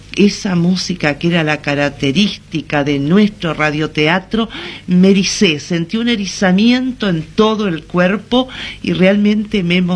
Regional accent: Tacuarembó, Uruguay; born there; moved away

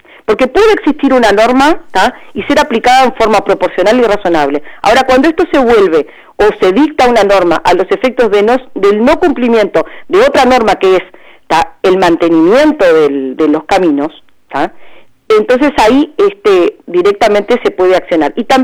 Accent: Santa Clara de Olimar, Treinta y Tres, Uruguay; born there; Yo nací en Santa Clara de Olimar, es una villa en el departamento de 33, y mi familia tiene un establecimiento agropecuario en un camino vecinal

